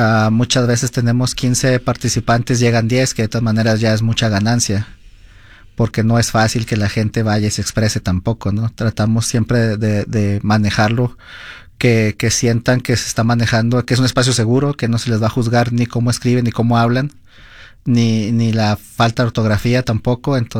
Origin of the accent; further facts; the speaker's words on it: Mexico; yo soy mexicano